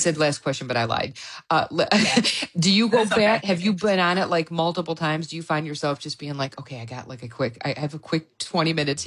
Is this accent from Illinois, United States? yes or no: yes; Chicago, Illinois, United States; born or raised there